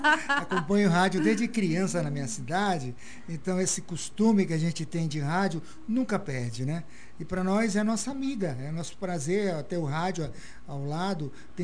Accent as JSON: {"language": "Portuguese", "region": "Rondônia", "country": "Brazil", "said": "nós somos daqui, nós somos do norte. Somos de Rondônia, da fronteira com a Bolívia, né?"}